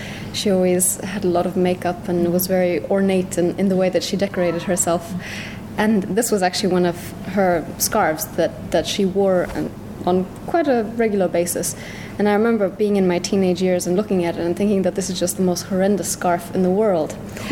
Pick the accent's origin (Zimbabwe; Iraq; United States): Zimbabwe; also born or lived in Bulgaria; So we moved from Bulgaria and we went to live in Zimbabwe.